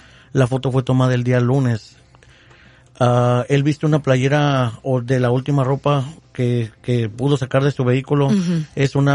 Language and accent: Spanish; San Francisco, California, United States; nosotros somos del San Francisco, del área de San Francisco